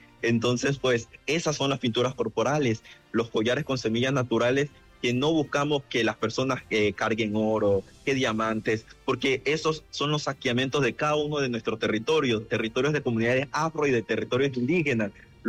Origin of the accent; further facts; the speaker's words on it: Esmeraldas, Ecuador; soy de Esmeralda, soy de un territorio que es totalmente hermoso, rico en historia